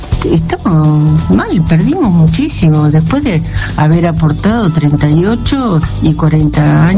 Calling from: Palermo, Buenos Aires, Argentina; de Palermo, te mando un beso.

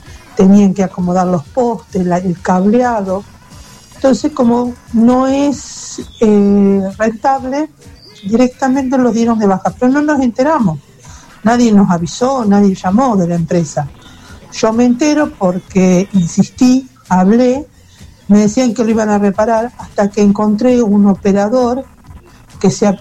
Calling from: Roberts, Buenos Aires Province, Argentina; de Roberts.

